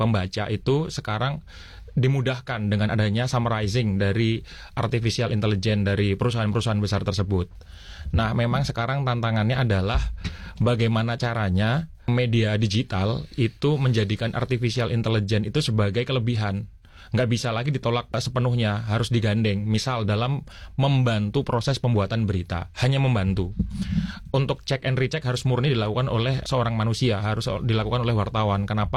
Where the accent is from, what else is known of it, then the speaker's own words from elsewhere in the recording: Java, Indonesia; karena satu saya sepertinya paling muda, dua saya dari Jawa.